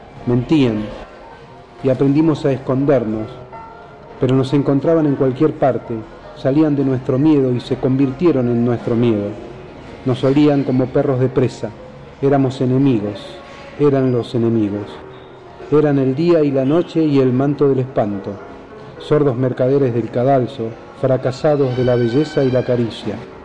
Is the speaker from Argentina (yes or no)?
yes; Neuquén, Argentina; Yo nací en el año 1963, soy neuquino, y mi padre es neuquino, mi abuelo es neuquino, y tengo dos hijos neuquinos.